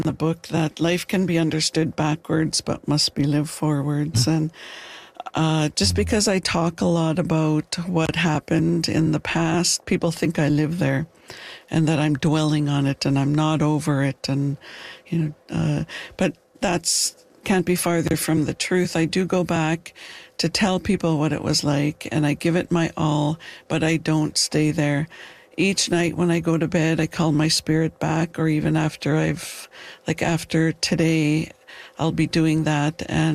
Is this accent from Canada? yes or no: yes; British Columbia, Canada; I lived with my grandmother in Khatlam or Dog Creek until I was 10.